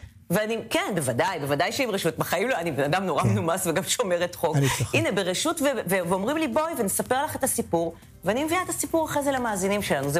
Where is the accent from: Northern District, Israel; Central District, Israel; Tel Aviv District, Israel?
Tel Aviv District, Israel; Kiryat Ono; כשהייתי קטנה, גדלתי בקריית אונו, והייתי חוזרת הביתה ברחוב עם בתים פרטיים.